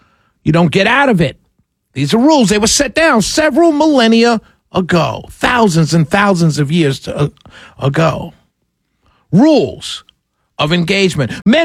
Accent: New York City, New York, United States; But I'm from New York City. So my city is now in the NBA championship.

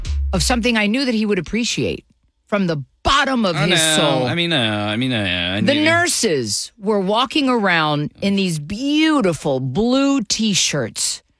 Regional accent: Kendall, Florida, United States; I'm from Kendall, by the way.

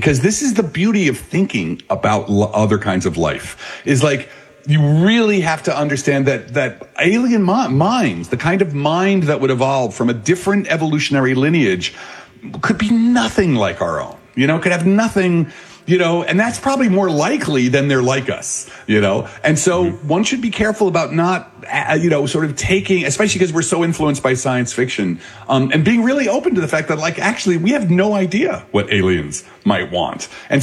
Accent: Belleville, New Jersey, United States

